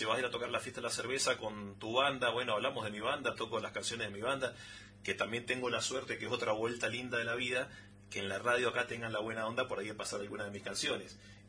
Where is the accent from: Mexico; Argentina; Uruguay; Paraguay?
Argentina; Malargüe, Mendoza; born there; also born or lived in San Rafael, Mendoza; Soy concebido en San Rafael, gestado acá en Malargüe, nacido en San Rafael, criado acá en Malargüe.